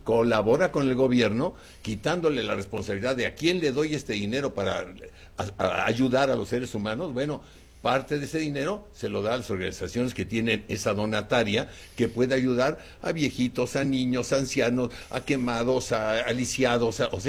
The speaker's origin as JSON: {"language": "Spanish", "region": "Mexico City", "country": "Mexico", "tie": "born there", "said": "Yo nací en la Lagunilla, por eso lo menciono."}